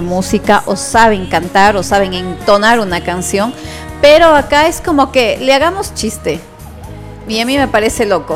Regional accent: Ecuador; no seamos malos entre nosotros mismos como ecuatorianos

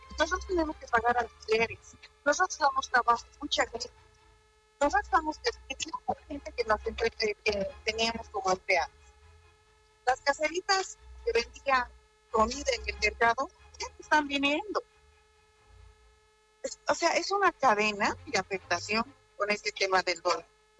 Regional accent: Bolivia; Nuestra moneda boliviana da pena. ¿Cómo vamos a trabajar? A nosotros debería, nosotros somos el sostén de Bolivia

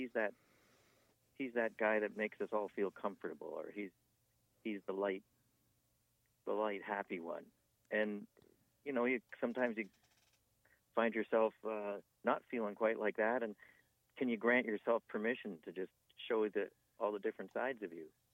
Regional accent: Guelph, Ontario, Canada; my hometown of Guelph

